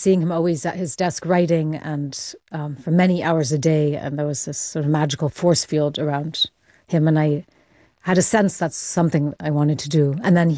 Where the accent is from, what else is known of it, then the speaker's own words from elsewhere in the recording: Mexico; now in United Kingdom; well, actually, I feel more British Mexican. I've lived here longer than anywhere else. And apart from my accent, it's very much the English that I use.